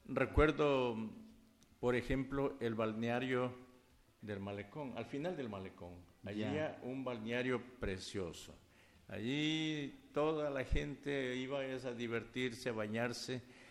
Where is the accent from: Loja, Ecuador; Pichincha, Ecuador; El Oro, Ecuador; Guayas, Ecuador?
El Oro, Ecuador; Santa Rosa; born there; now in Tena, Ecuador; les digo soy de aquí, pero nativo soy de la provincia del Oro, nací en la parroquia Bellavista del cantón Santa Rosa, entonces es allí pues donde nací.